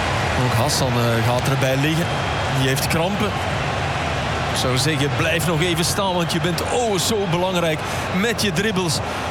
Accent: Belgium; Ik heb me niet kenbaar gemaakt als Belg.

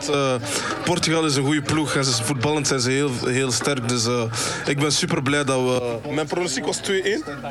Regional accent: DR Congo; Als Congolees is muziek onze eerste liefde.

